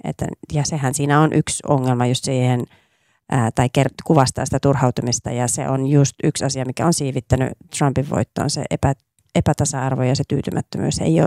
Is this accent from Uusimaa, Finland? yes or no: no; Oulu, North Ostrobothnia, Finland; Kotikaupunkini oululaisille.